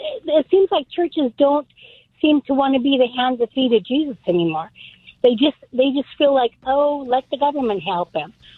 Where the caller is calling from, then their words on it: Montana, United States; I'm from Montana